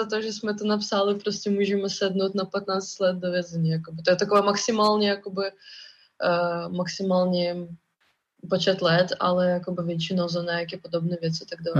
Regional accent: Russia; Czech is a second language; now in Prague, Czech Republic; co máme tam v Rusku

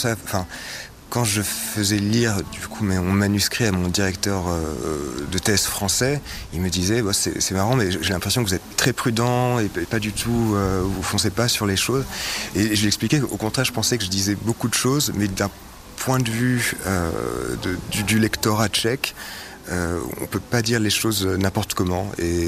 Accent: Bordeaux, Nouvelle-Aquitaine, France; born there; Alors, la première fois que j'ai eu un cours de tchèque, c'était dans ma ville natale à Bordeaux.

